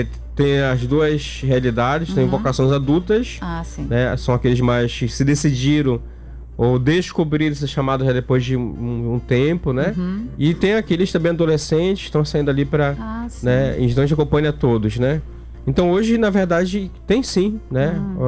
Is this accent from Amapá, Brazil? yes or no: yes; Amapá, Brazil; moved away; Eu era um jovem do interior do Amapá, sou do município de Amapá. Uhum. Gosto de dizer que sou Amapá duas vezes